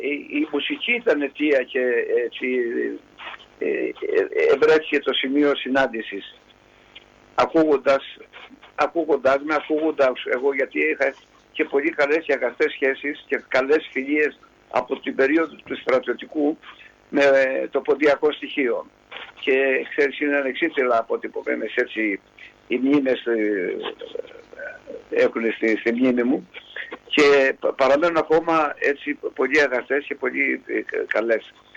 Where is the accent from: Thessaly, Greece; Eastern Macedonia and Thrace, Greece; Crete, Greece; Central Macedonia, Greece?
Crete, Greece; Anogeia; Και ξέρετε και ένα περιβάλλον που μεγάλωσα εδώ στα Νόγια, ήταν ιδιαίτερο.